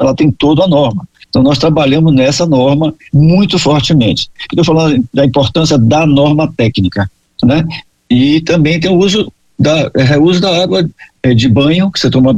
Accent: Bahia, Brazil; eu sou do Nordeste, né, na Bahia

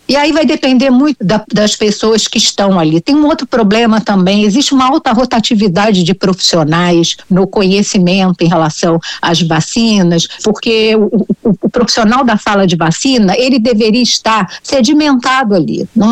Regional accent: Rio de Janeiro, Brazil; Eu sou do estado do Rio de Janeiro e trabalho no Rio de Janeiro.

